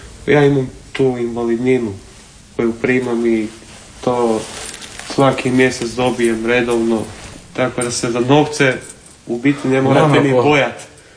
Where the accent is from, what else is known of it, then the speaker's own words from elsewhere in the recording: Zagreb, City of Zagreb, Croatia; born there; Ja sam vam rođen u Zagrebu, otac mi je iz Bosne, iz Kaknja, a majka mi je iz Doboja.